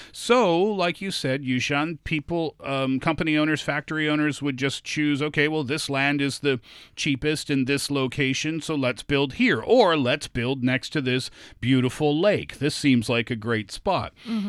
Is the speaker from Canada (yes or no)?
yes; Canada; I'm Canadian.